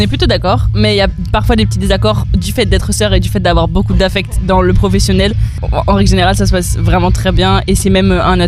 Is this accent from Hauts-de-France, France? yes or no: no; Auvergne-Rhône-Alpes, France; Alors on n'est pas du coin, genre on est vers Clermont, Saint-Etienne, Lyon, donc un peu de route